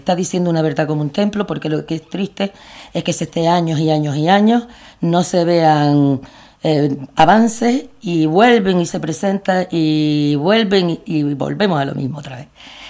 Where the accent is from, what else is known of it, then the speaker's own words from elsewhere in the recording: Santa Brígida, Canary Islands, Spain; born there; yo estoy en Santa Brígida, es decir, yo me he presentado en Santa Brígida, que donde el pueblo que me vio nacer.